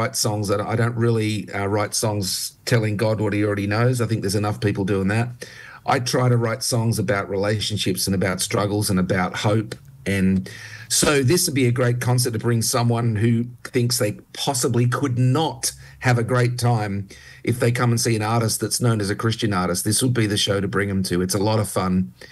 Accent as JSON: {"language": "English", "country": "Australia", "moved": "yes", "lives_now": "United States", "said": "That's what's great about being an Aussie too."}